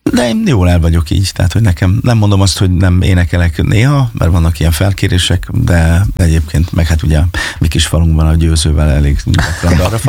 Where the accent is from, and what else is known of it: Fényeslitke, Szabolcs-Szatmár-Bereg, Hungary; born or raised there; also born or lived in Kisvárda